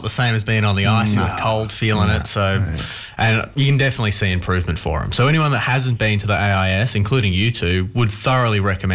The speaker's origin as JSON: {"language": "English", "region": "Scotland", "country": "United Kingdom", "said": "As a Scot, yeah."}